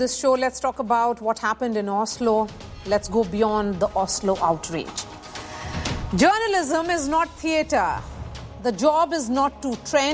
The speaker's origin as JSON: {"language": "English", "region": "Bihar", "country": "India", "said": "I have interviewed the Prime Minister during an election campaign in my home state of Bihar."}